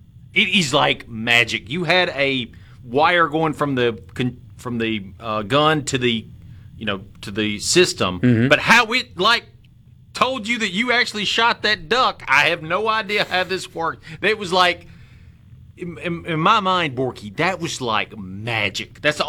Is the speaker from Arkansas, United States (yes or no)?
no; Mississippi, United States; we're from Mississippi